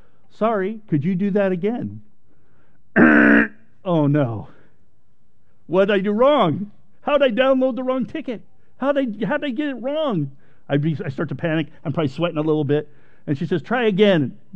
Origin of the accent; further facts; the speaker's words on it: United States; I grew up here in the States